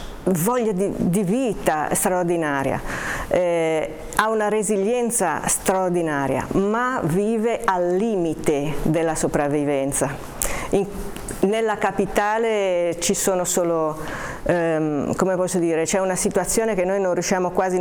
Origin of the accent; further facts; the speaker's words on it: Genoa, Liguria, Italy; now in Haiti; io sono partita 25 anni fa da Genova, io sono una genovese che 25 anni fa ha, posso dire essere stata catapultata nello stesso posto dove Cristoforo Colombo, tanti anni prima, aveva messo piede. Io vivo ad Haiti